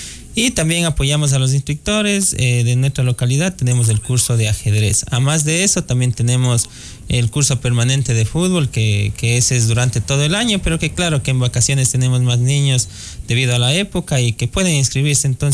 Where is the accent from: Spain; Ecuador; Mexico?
Ecuador; Baños de Agua Santa, Tungurahua; mi pueblo baneño